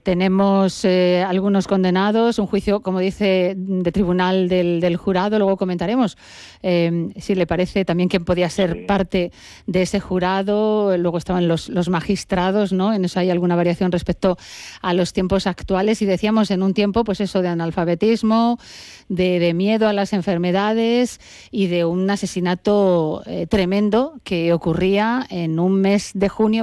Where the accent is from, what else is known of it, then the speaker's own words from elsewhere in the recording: Madrid, Community of Madrid, Spain; yo soy de Madrid